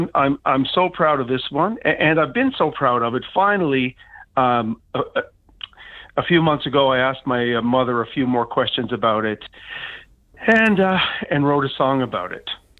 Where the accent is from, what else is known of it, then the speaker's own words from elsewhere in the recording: Corner Brook, Newfoundland and Labrador, Canada; I'm a Corner Brook boy. started school there a few years ago now, a few years ago.